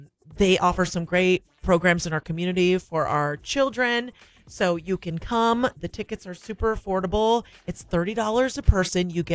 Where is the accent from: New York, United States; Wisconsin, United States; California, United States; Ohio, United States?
Ohio, United States; Jackson; will be in my hometown of Jackson this Saturday.